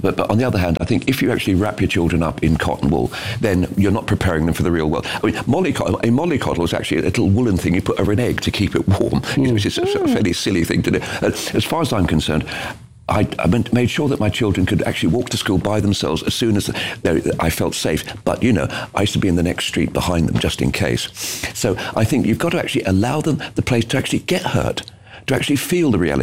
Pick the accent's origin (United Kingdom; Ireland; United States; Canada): United Kingdom; London; I was brought up in West London.